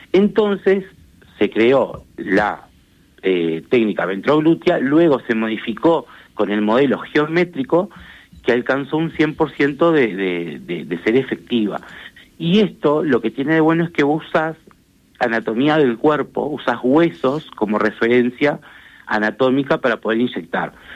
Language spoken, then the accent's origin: Spanish; Río Branco, Cerro Largo, Uruguay; moved away as an adult; now in Montevideo, Uruguay; Yo soy de Río Branco y, por ende, la gente que vivimos por aquellos lados, o vivía, porque ahora estoy en Montevideo hace 10 años